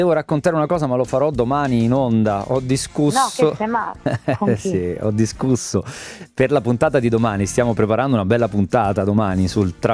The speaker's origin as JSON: {"language": "Italian", "town": "Rome", "region": "Lazio", "country": "Italy", "moved": "yes", "lives_now": "Milan, Italy", "said": "io ormai vivo a Milano da diversi anni, però sono romano"}